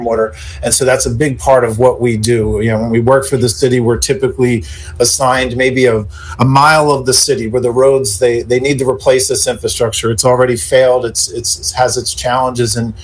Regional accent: Chester, Pennsylvania, United States; now in Philadelphia, United States; I was born in Chester. It's where my family's from.

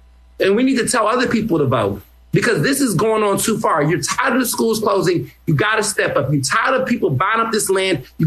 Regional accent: Houston, Texas, United States; also born or lived in Chicago; now in Philadelphia, United States; I was born in Chicago. I grew up in Houston.

